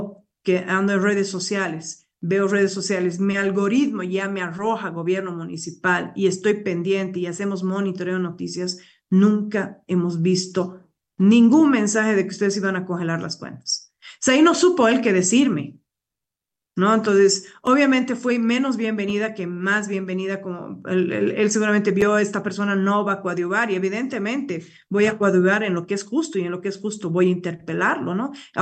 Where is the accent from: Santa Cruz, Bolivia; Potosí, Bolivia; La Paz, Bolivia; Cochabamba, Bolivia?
La Paz, Bolivia; nosotros, como no solamente como paseños, hablo como ciudadana y como boliviana de bien